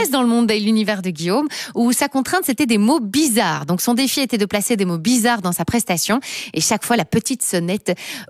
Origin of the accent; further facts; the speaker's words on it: Belgium; qui ont parfois même des carrières où on apprend à les découvrir chez nous en Belgique.